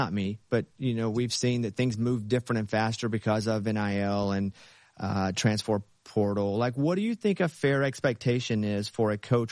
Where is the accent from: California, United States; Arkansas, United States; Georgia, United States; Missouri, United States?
Arkansas, United States; I'm from Arkansas.